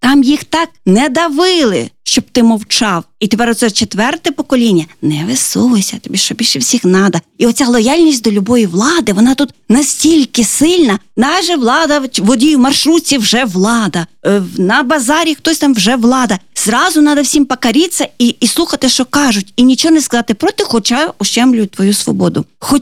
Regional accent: Lviv, Lviv Oblast, Ukraine; Львів. Львівщина.

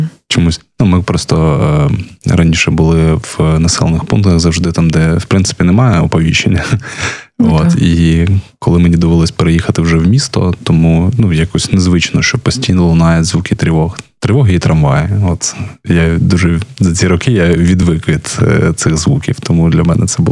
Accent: Kyiv, Ukraine; moved away as an adult; now in Kharkiv, Ukraine; я взагалі киянин.

